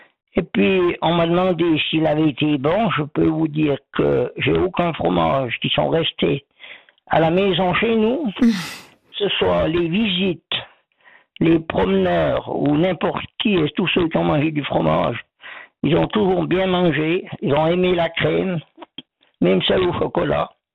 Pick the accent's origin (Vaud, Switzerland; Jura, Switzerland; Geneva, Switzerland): Vaud, Switzerland; Ormonts; accent: Ormonts